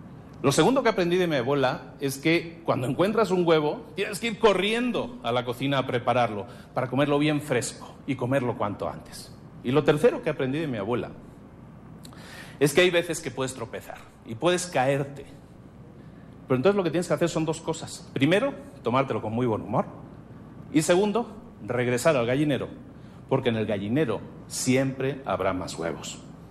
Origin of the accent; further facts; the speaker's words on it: Barcelona, Catalonia, Spain; En Galicia, yo con 7 años, soy de Barcelona, pero los veranos los pasaba en Galicia. Y los pasaba con mi abuela.